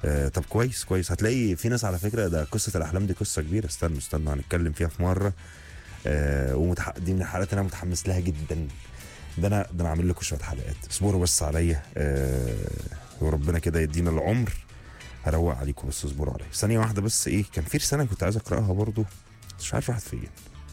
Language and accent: Arabic; Egypt; احنا كمصريين بنحب الضغط عشان نعمل كل حاجه بضمير وبذمه